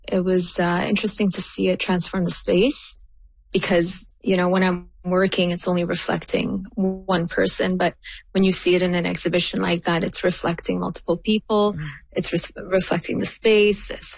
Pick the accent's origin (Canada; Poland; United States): Canada; as a Palestinian and also as a Canadian